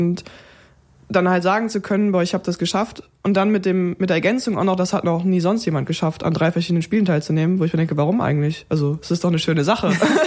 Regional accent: Cologne, North Rhine-Westphalia, Germany; in Köln wieder. Seit 10 Jahren sogar. Ich wohne seit 10 Jahren wieder in Köln. Und ist schon auch meine Heimat, ja.

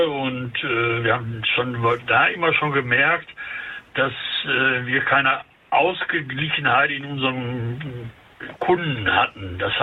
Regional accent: Essen, North Rhine-Westphalia, Germany; Also ich bin im Essener Norden geboren und groß geworden, aufgewachsen, habe den ganzen Wandel, auch im negativen Sinne des Nordens, miterlebt.

